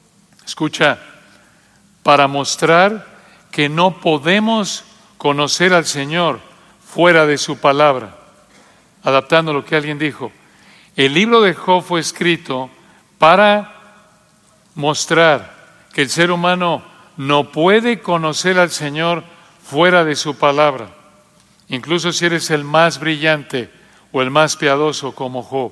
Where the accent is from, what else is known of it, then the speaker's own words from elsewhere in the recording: Mexico City, Mexico; Cuando era niño, yo recuerdo allá en la Ciudad de México